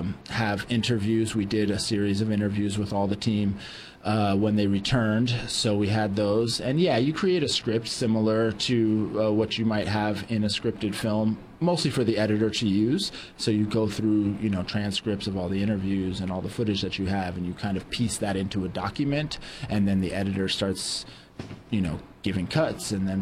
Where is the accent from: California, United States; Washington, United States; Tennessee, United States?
California, United States; San Luis Obispo; I grew up in San Luis Obispo, so I want to make that music